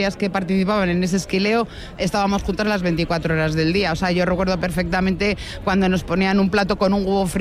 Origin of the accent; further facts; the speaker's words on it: Logroño, La Rioja, Spain; also born or lived in Brieva de Cameros; soy de Brieva de Cameros, casi nazco aquí, porque mis padres vivían aquí en Brieva de Cameros cuando éramos pequeños. Yo soy la cuarta de seis hermanos y justo cuando nací yo ya se bajaron a Logroño.